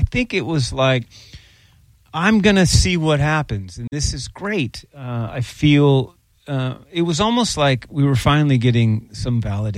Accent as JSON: {"language": "English", "town": "Seattle", "region": "Washington", "country": "United States", "said": "mean, well, we came from Seattle."}